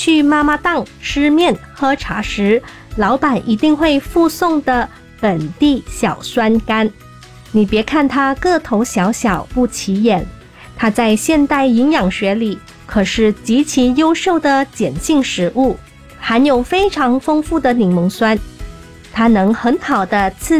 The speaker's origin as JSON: {"language": "Chinese", "country": "Malaysia", "said": "我们大马人"}